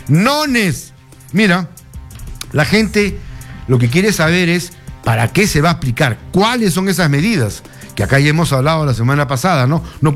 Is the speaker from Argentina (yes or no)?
no; Peru; Y lo más grave, porque así somos los peruanos, así es el ser humano, van a querer resultados.